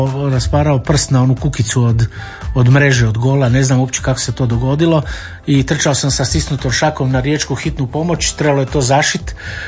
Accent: Rijeka, Primorje-Gorski Kotar County, Croatia; born there; rođen sam u Rijeci 1960.

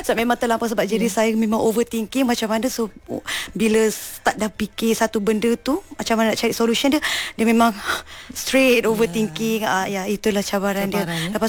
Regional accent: Bidor, Perak, Malaysia; now in Kuala Lumpur, Malaysia; Saya berasal daripada Bidu, Perak, okay, dan menetap di KL.

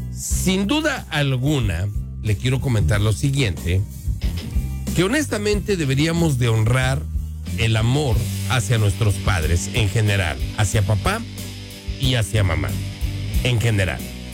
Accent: Mexico; Oficialmente, para algunos países de Centroamérica y nosotros como mexicanos, uno es considerado adulto a partir de los 18 años

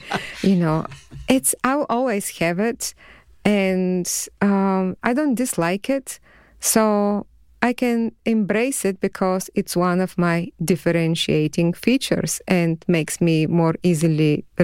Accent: Bulgaria; English is a second language; moved away; I've lived here more than the time that I've lived in Bulgaria. I don't hear my accent.

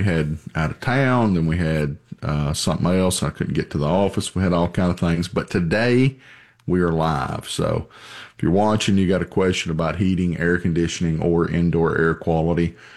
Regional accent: Tennessee, United States; I grew up in Tennessee. I've lived here all my life.

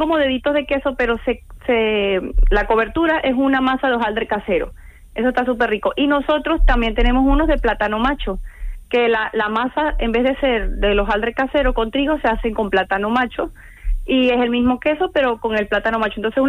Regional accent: Venezuela; now in Tomares, Spain; Sí, sí, somos venezolanos. Los dos somos venezolanos.

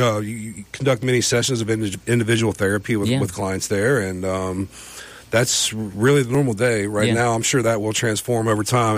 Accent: Independence, Kentucky, United States; now in Marion County, United States; I'm originally from Kenton County, Kentucky, which mm-hmm. is in northern Kentucky.

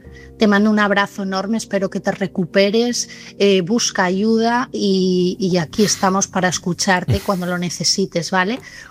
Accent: Asturias, Spain

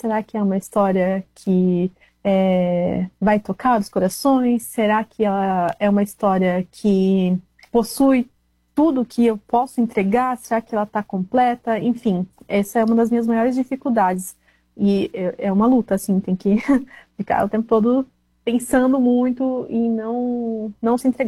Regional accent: South Region, Brazil; moved away as an adult; now in North Region, Brazil; eu sou do Sul. Aí nesse tempo eu mudei pro Norte

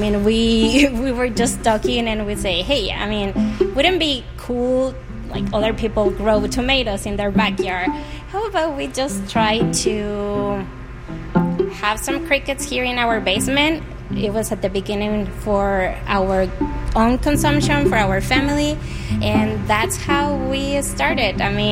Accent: Mexico; moved away as an adult; now in Grand Rapids, United States; I'm from Mexico, and we're there. Edible insects are part of our culture, and so when we moved here around 4-5 years ago

